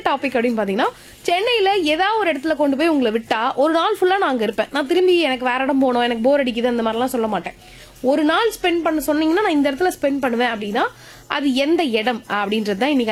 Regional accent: Chennai, Tamil Nadu, India; இங்கேயே பிறந்து வளர்ந்த நான்

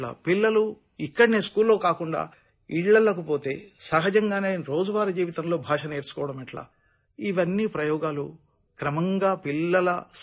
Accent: Kamareddy, Telangana, India; సమాజానికి ఏదైనా ఉపయోగపడాలి అనే ఒక భావజాలం పెరుగుతున్న దశలో మేము పెరిగాం. మా చుట్టూ అట్లాంటి సాహిత్య సంస్థలు కూడా ఉండేవి. ఆ రోజులలో కామారెడ్డిలో ఆదర్శ కళా సమితి అద్భుతంగా పనిచేసింది.

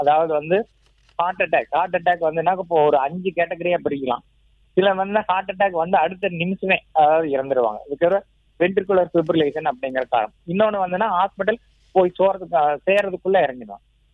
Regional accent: Kasipalayam, Tamil Nadu, India; moved away; என் சொந்த ஊர் காசிபாளையம்

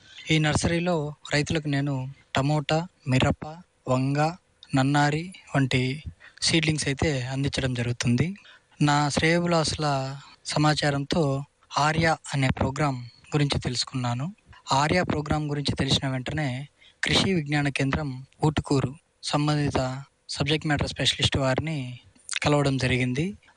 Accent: Akkalareddipalle, Andhra Pradesh, India; మాది వైఎస్ఆర్ కడప జిల్లా పూర్వామిల్ల మండలం అక్కలరెడ్డిపల్లె గ్రామం.

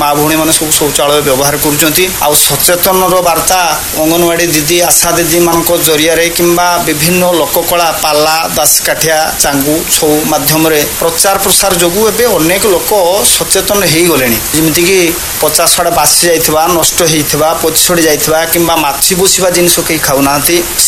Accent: Digaresia, Odisha, India; ଆମ ଗାଁ ହେଉଛି ଦିଗରେସିଆ, ଗ୍ରାମ ପଞ୍ଚାୟତ ଗୌଡ଼ନା ଏବଂ ବ୍ଲକ ହେଉଛି କୁଳିଅଣା।

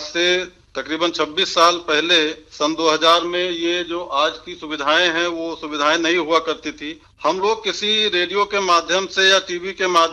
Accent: Gonda, Uttar Pradesh, India; moved away as an adult; ग्राम Utraula, post Paraspur, district Gonda, Uttar Pradesh का निवासी हूँ।

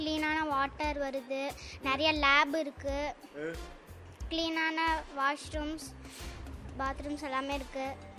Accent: Kallappatti, Tamil Nadu, India; nearby Kallappatti

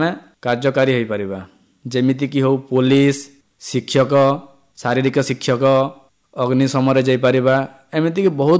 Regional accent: Sarian, Odisha, India; ଦେଖନ୍ତୁ, ମୁଁ ଯେଉଁ ଗାଁରୁ ଆସିଛି, ଆମ ଗାଁର ନାମ ହେଉଛି ସରିଆଁ।

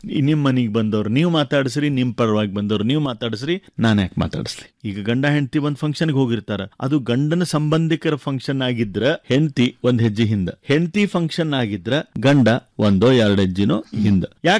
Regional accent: Hubballi, Karnataka, India; ಊರಿಗೆ ಹುಬ್ಬಳ್ಳಿಗೆ

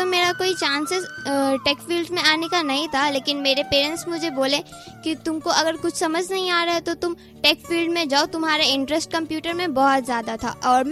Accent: Patna, Bihar, India; मैं पटना कुम्हरार की रहने वाली हूँ जी।

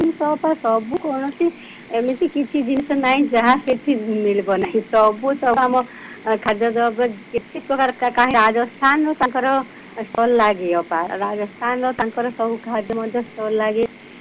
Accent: Odisha, India; ହଁ ପାଖଟା ବରଗଡ଼ ପାଖ ଆଉ 8-9 କିଲୋମିଟର ଆମ ଗାଁରୁ

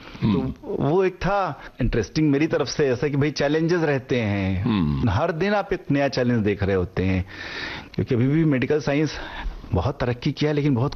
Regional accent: Prayagraj, Uttar Pradesh, India; also born or lived in Gorakhpur / Delhi; now in Mumbai, India; मैं रहने वाला प्रयागराज इलाहाबाद

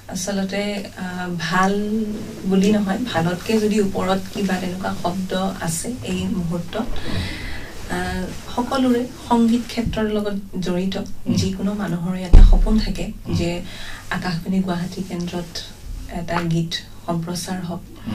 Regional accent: Assam, India; মই নিজকে গোৱালপৰীয়া বুলি কৈ বেছি মানে ভাল পাওঁ

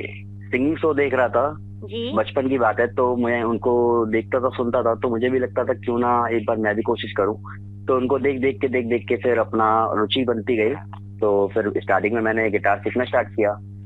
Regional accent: Bareilly, Uttar Pradesh, India; और मैं बरेली से बिलोंग करता हूँ।

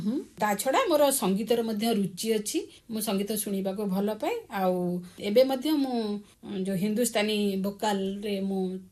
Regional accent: Odisha, India; born there; ମୁଁ ସବୁବେଳେ ଗର୍ବ କରେ ଯେ ମୁଁ ଓଡ଼ିଶାରେ ଜନ୍ମ ହେଇଛି ବୋଲି।

